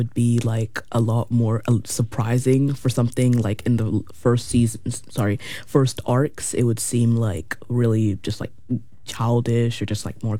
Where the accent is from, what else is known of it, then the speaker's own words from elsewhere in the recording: Nigeria; I'm from Nigeria, which is in Africa. And, my extended family is from Nigeria and lives in Nigeria.